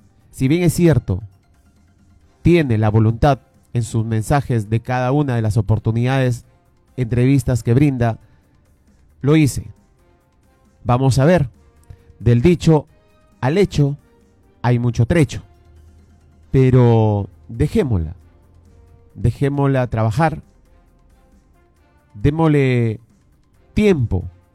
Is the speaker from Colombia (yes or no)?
no; Peru